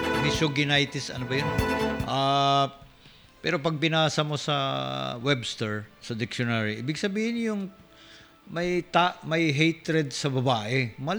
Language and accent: Tagalog; Panabo, Davao Region, Philippines; born there; Kasi tatay, nanay ko, Pangasinan. Kapatid ko lahat, Pangasinan. Ako lang yung pinanganak sa Davao. Bunso ako.